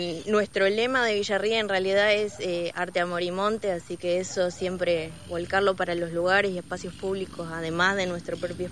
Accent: Olavarría, Buenos Aires Province, Argentina; moved away as an adult; now in Paravachasca Valley, Córdoba, Argentina; soy originaria de Olavarría, provincia de Buenos Aires. Hace 7-8 años ya que estoy acá en el Valle.

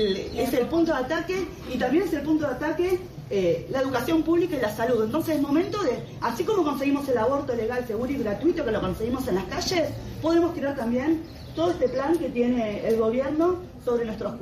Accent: José C. Paz, Buenos Aires Province, Argentina; yo soy de José C. Paz, soy del conurbano profundo de la provincia de Buenos Aires.

